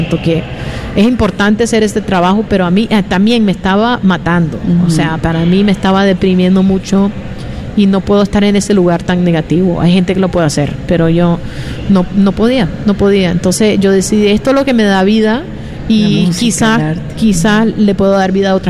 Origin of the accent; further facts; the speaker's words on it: Nicaragua; pero yo siempre digo que soy de Nicaragua porque